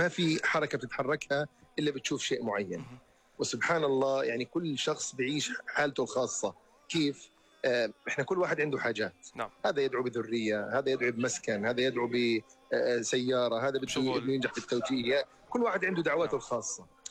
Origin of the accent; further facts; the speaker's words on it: Jordan; لا بقول لي انت من وين؟ بقول له انا من الاردن.